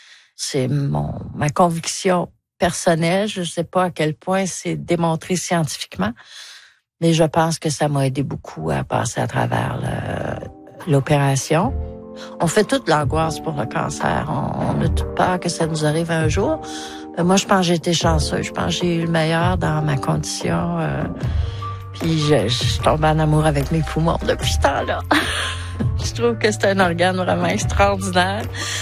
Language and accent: French; Rouyn-Noranda, Quebec, Canada; now in Neuville, Canada; Je viens de l'Abitibi. J'ai 74 ans. J'ai vécu mon enfance à Rouyn-Noranda. L'Abitibi, c'est un territoire de lacs et de rivières.